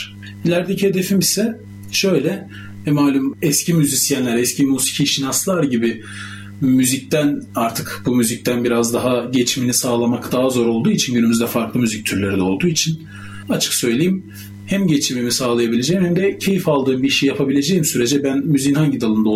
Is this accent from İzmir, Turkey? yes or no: no; Beyşehir, Konya, Turkey; Konya Beyşehirliyim. 2003 doğumluyum.